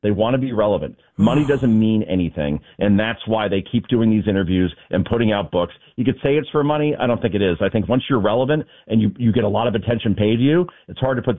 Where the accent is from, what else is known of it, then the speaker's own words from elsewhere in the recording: New Jersey, United States; everybody thinks I'm Italian because my name ends in an A and I'm from New Jersey, so therefore I must be Italian. No, I'm actually Spanish.